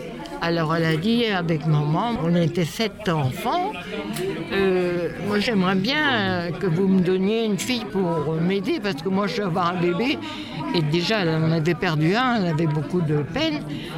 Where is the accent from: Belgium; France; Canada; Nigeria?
France; Lévignan; born or raised there